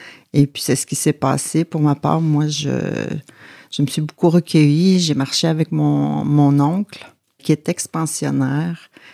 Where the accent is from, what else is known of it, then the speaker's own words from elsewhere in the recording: Maliotenam, Quebec, Canada; Oui, je viens de Manioténam, comme vous dites. Je suis née à Québec en 1972.